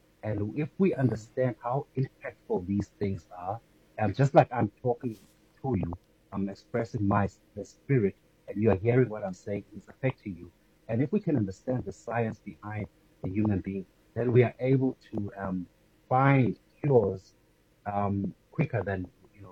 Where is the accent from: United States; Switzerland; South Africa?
South Africa; also born or lived in Ghana; I was born in Ghana. I stayed, let's say, 1 year, and then I moved straight to South Africa. So I don't really have a record of my Ghanaian background. And, I've lived with Tswanas, I've lived with Sotho's, I've lived with Xhosas.